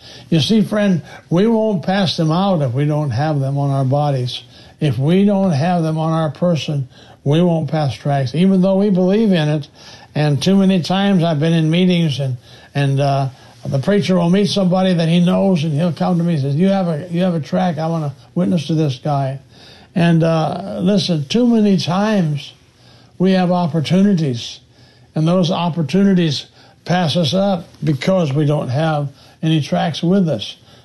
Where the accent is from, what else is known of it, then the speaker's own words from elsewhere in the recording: South Dakota, United States; I said, well, I'm a preacher from South Dakota. Have you ever met a preacher from South Dakota?